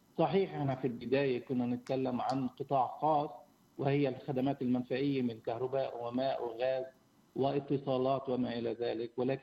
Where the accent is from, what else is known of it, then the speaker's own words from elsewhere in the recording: Palestine; عندنا بفلسطين